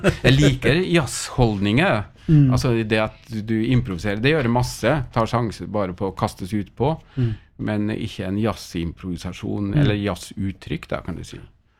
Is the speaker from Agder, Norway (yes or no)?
no; Frei, Møre og Romsdal, Norway; Hjemme på Frei, ja.